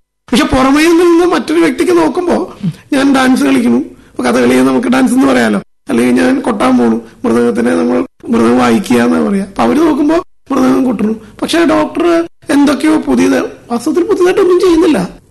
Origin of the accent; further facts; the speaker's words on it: Irinjalakuda, Kerala, India; ഞാൻ ഇഴഞ്ഞാലക്കുടക്കാരനാണ്.